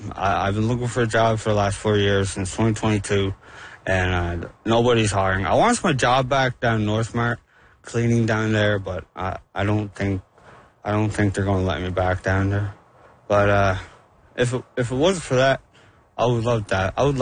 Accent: Happy Valley-Goose Bay, Newfoundland and Labrador, Canada; I'm from Happy Valley Goose Bay. And I'm 24 years old, and I love it here in Goose Bay.

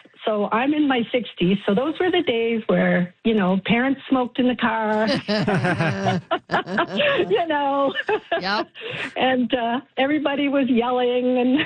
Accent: Nova Scotia, Canada; I'm from Nova Scotia, and every year my daughter, who has two kids, goes to a festival in New Brunswick.

